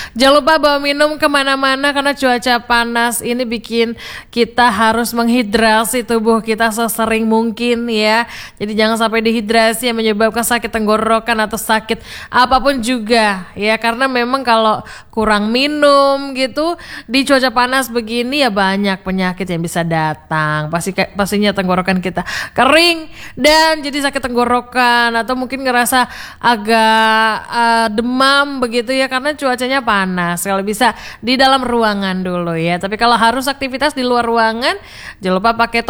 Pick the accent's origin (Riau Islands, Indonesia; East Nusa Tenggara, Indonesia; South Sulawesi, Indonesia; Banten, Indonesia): Riau Islands, Indonesia; Batam; kita ya warga Batam